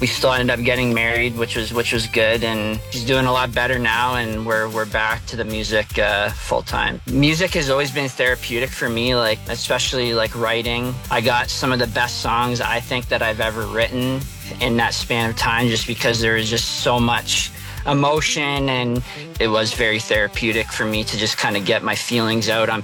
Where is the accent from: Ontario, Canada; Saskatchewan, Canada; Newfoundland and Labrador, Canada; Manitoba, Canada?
Ontario, Canada; Windsor; now in Harrow, Canada; Yeah, so I'm from Windsor, born and raised, and then I moved out to Harrow a couple years ago and been out there for about 3 years now.